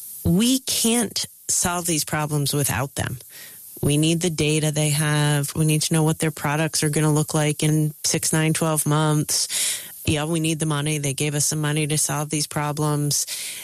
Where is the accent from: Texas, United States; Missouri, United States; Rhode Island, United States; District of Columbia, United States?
Rhode Island, United States; I'm from Rhode Island. That's a core thing about who I am. Youngest of three kids, working class Italian-American family.